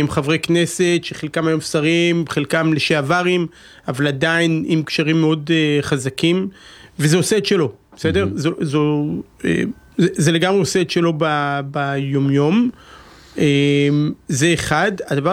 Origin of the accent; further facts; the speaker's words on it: Jerusalem, Jerusalem District, Israel; born there; גדלתי בתנועת הצופים בירושלים